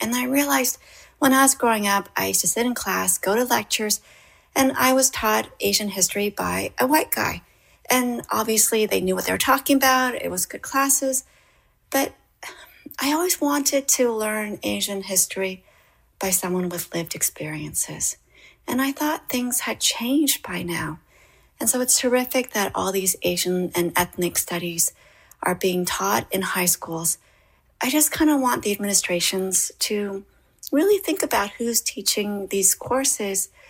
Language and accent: English; Toronto, Ontario, Canada; also born or lived in Korea; I'm Korean. I was born in Korea, raised in Canada, raised in Toronto.